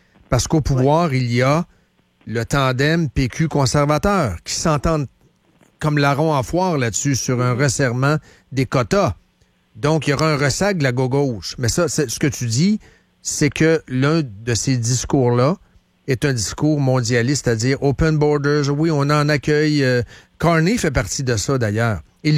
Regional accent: Shawinigan, Quebec, Canada; now in Quebec City, Canada; ben moi, je suis à Québec depuis 30 ans. Là. J'ai vu la vague de Bosnie. Ça n'a pas frappé beaucoup ma contrée d'origine, là, Shawinigan.

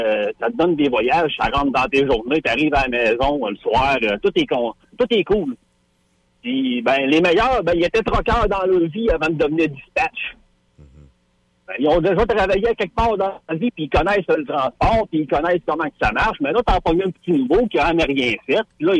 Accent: Saguenay, Quebec, Canada; also born or lived in Loretteville / Beauce; je suis né à Québec. Je suis né à Loretteville. J'ai grandi au Saguenay. J'ai grandi dans Beauce.

